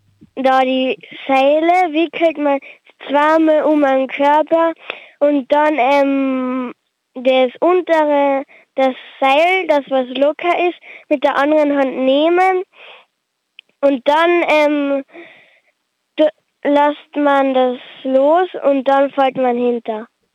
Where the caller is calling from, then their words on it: Carinthia, Austria; Ich bin 8 Jahre alt und ich komme aus Brücken. Das liegt im Bundesland Kärnten.